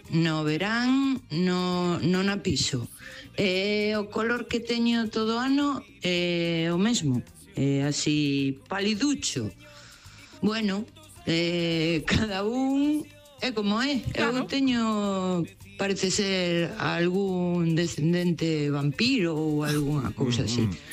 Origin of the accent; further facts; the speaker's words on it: Vigo, Galicia, Spain; de Vigo. Digo de Vigo polo da praia